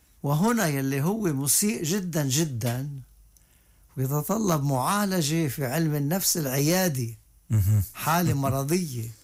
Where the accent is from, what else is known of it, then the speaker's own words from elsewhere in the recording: Lebanon; نحن بلبنان كلبنانيين عنا تصور للدولة على طريقة صدام حسين وستالين والقذافي